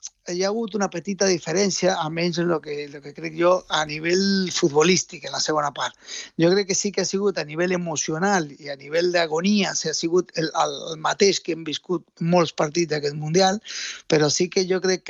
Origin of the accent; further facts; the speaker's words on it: Argentina; Sí que és cert que com a argentí a mi m'ha fet sentir orgull en un terreny de joc, tant el Leo com el Diego.